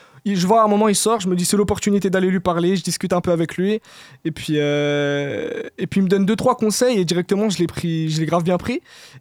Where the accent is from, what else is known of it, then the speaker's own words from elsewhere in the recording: Nantes, Pays de la Loire, France; Je suis un Nantais